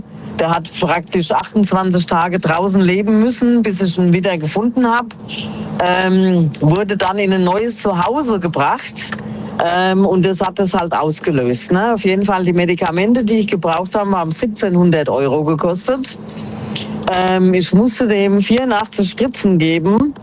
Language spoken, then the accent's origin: German; Miltenberg, Bavaria, Germany; Ja, ich komme aus dem Raum Miltenberg.